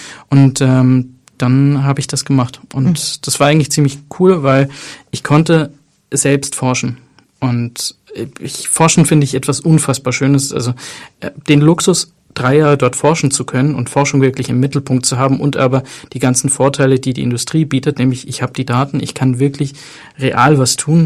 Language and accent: German; Tunisia; Habe ich halt gesagt, meine Mutter kommt aus Tunesien. Ich bin Tunesier.